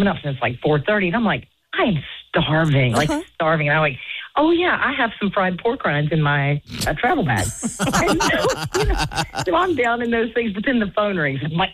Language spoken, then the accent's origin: English; North Carolina, United States; I'm from North Carolina. I'm like, you know, country all the way or whatever.